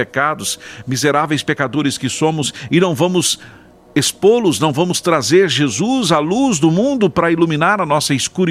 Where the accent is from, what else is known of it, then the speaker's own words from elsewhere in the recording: Brazil; como brasileiros que somos